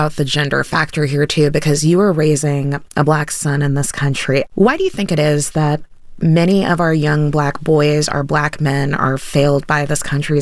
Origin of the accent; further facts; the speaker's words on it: Missouri, United States; I grew up in Missouri, and I attended overwhelmingly white private Catholic schools my whole life.